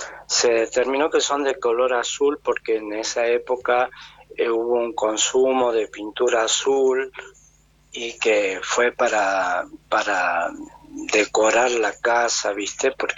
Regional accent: Tafí Viejo, Tucumán, Argentina; also born or lived in Córdoba; yo nací en Tafí Viejo, bueno, estudié en Córdoba, ahora estoy en Tucumán, pero sí. Soy de acá, de Tucumán.

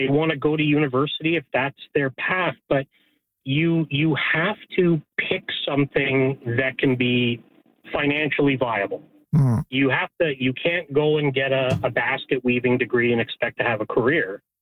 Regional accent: Toronto, Ontario, Canada; I grew up in Toronto

